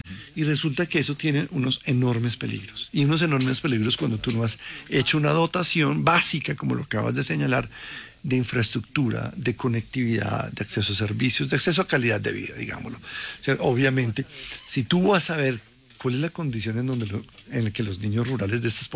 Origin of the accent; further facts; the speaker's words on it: Colombia; Si nosotros como colombianos entendemos e interiorizamos que llegará el momento en que tendremos que tributar para mantenerla.